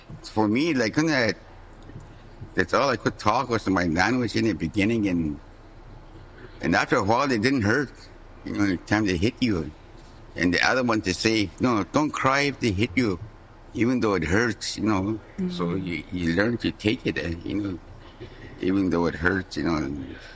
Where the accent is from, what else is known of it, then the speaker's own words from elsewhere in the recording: Fort Providence, Northwest Territories, Canada; born there; I'm from Fort Providence. They call it Chicago. And right now, I'm 73 years old.